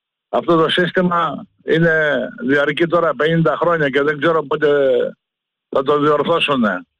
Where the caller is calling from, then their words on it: Thessaly, Greece; από τον Κόζακα.